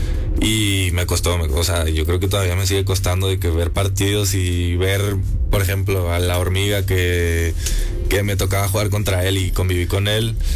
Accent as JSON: {"language": "Spanish", "town": "Madrid", "region": "Community of Madrid", "country": "Spain", "tie": "born or raised there", "also_born_or_lived": "United States", "moved": "yes", "said": "Y sí, bueno, yo crecí en Madrid con mi mamá y ella me ponía mucho, me acuerdo … me ponía mucho rock."}